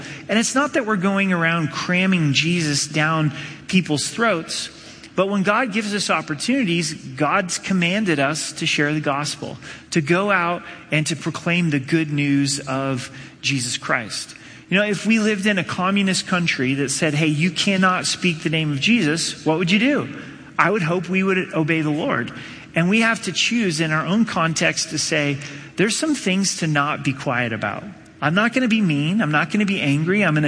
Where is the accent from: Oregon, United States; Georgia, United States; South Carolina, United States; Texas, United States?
Oregon, United States; I grew up in Southern Oregon